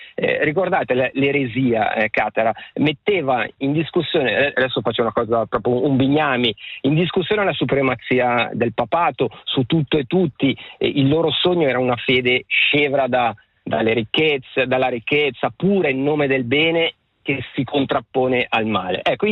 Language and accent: Italian; Stabio, Ticino, Switzerland; io sono di Stabio, quindi vi do questo come parametro